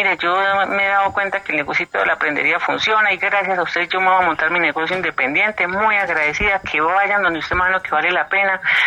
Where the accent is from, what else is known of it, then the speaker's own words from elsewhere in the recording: Bucaramanga, Santander, Colombia; now in Medellín, Colombia; Don Eduardo, yo soy de Bucaramanga, llevo ya aquí año y medio en Medellín, trabajando.